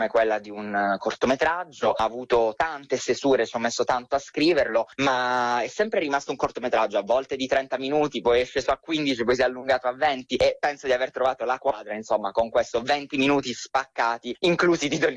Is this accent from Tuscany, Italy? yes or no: no; Apulia, Italy; Io sono pugliese